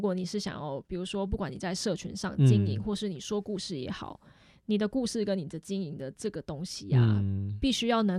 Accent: Taiwan; 因为我们是台湾人嘛，

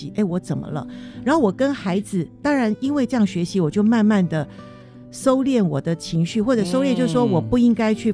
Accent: Taiwan; 我们台湾我们中国人讲嘛，

